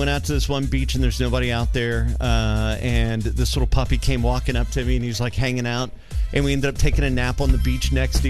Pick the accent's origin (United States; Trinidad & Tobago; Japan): United States; Louisiana; born there; as a Cajun kid, red beans and rice is a thing.